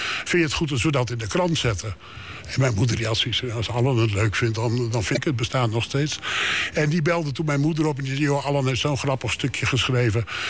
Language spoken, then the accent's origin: Dutch; Friesland, Netherlands; En ik ben opgegroeid in Friesland.